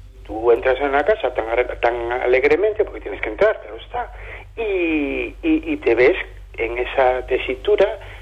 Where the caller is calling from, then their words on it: Amoeiro, Galicia, Spain; de Amoeiro